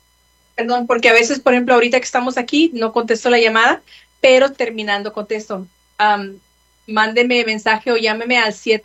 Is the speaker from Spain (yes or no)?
no; Casas Grandes, Chihuahua, Mexico; Casas Grandes, Chihuahua. Bueno, yo soy